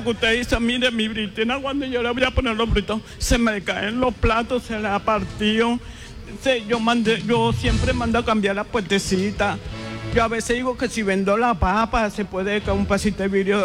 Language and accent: Spanish; Viejo Bolívar, Bolívar, Colombia; Viejo Bolívar.